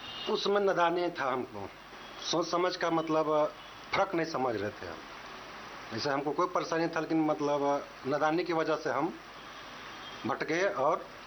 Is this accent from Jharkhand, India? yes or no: yes; Latehar district, Jharkhand, India; ग्राम जीपुआ टोला बुचुआटार थाना बालूमाथ जिला लातेहार का निवासी हूँ।